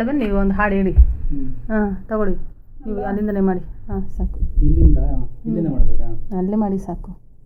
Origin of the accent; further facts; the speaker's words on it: Kyasamballi, Karnataka, India; ನಮ್ಮ ಊರು ಕ್ಯಾಸಂಬಳ್ಳಿ.